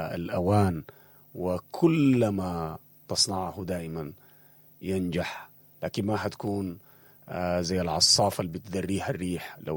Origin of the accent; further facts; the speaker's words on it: Sudan; نحن كسودانيين نقدر نحول المنافسه من وهم صراع ضد الآخر لحب وجمال وإبداع